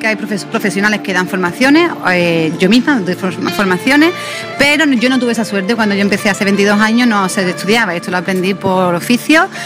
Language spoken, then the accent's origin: Spanish; Cádiz, Andalusia, Spain; accent: Andalusian; moved away as an adult; also born or lived in Madrid / Ibiza / Barcelona; De Cádiz, soy de Cádiz, acabo de llegar aquí a probar a ver qué tal esta tierra, que me gusta muchísimo, por cierto. Y nada, llevo dos semanitas